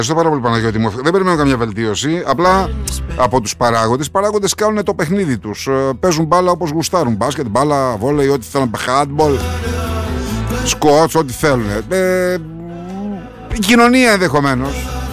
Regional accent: Axos, Crete, Greece; από το χωριό μου, από την Αξό

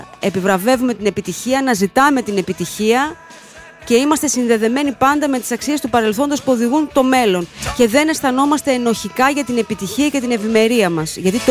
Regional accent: Greece; Εγώ αισθάνθηκα άβολα ως Ελληνίδα

